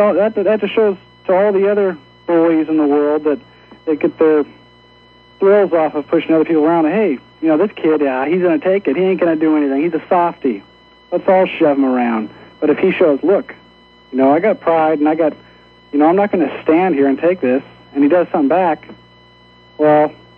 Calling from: Rainier, Oregon, United States; in Rainier, Oregon.

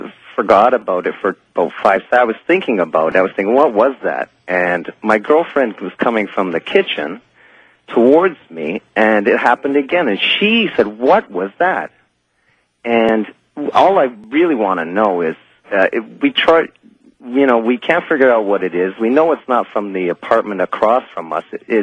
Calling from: Toronto, Ontario, Canada; I'm calling from Toronto, Canada.

